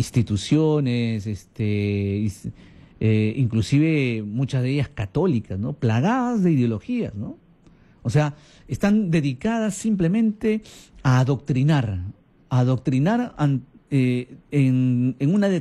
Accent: Peru; estamos perdiendo el sentido de identidad como peruanos, como católicos

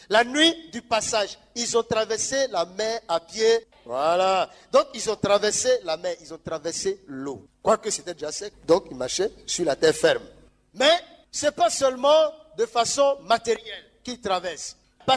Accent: Central African Republic; parce que chez nous en Centrafrique, on appelle ça kindakozo.

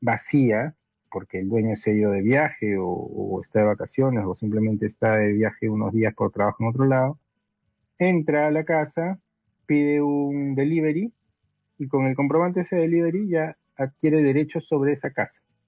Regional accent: Peru; es una cultura peruana, obviamente. Ya no somos españoles, ¿no?

